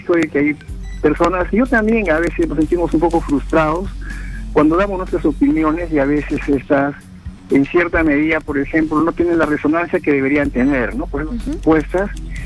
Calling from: Lima, Peru; yo les estoy llamando desde Surco

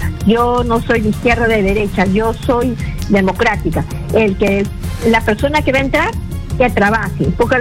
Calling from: Pisco, Ica, Peru; le llamo de Pisco

